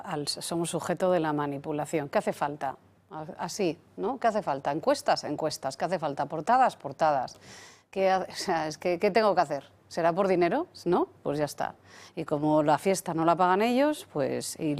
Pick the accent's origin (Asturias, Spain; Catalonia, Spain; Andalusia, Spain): Asturias, Spain; yo soy asturiana, que ya lo sabe todo el mundo